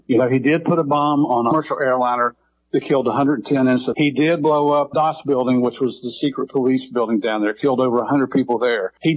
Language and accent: English; Murfreesboro, Tennessee, United States; also born or lived in Memphis / West Virginia; I was born in Memphis, Tennessee. I grew up just south of Nashville in a place called Murfreesboro. But when I was in high school, my mom and dad are from West Virginia. So we moved back to West Virginia. I went to high school and college there.